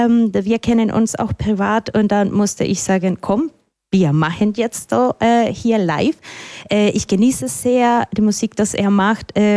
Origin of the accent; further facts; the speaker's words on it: Colombia; German is a second language; also ich komme aus Kolumbien, nicht so weit weg von Nicaragua